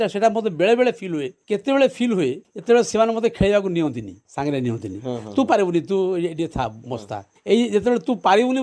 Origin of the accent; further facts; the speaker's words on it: Dahamunda, Odisha, India; born there; ଉତ୍ତର ଭୋଗରାଇ ବ୍ଲକର ଗୋଟେ ଗାଁ ଅଛି ଦହମୁଣ୍ଡା ବୋଲି, ସେଇଟା ମୋର ଜନ୍ମସ୍ଥାନ।